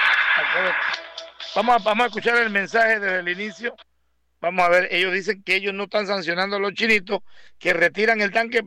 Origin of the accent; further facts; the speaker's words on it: Panama; yo como panameño, como ciudadano común y corriente de a pie